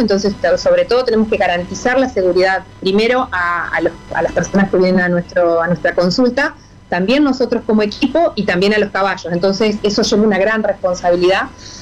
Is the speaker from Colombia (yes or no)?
no; Entre Ríos, Argentina; born there; now in Rosario, Argentina; nací en Entre Ríos hace 45 años